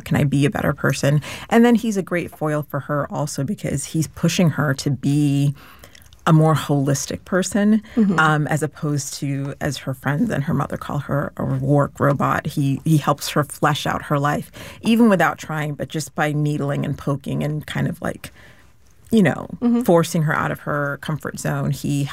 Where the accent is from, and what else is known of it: Shrewsbury, Massachusetts, United States; born or raised there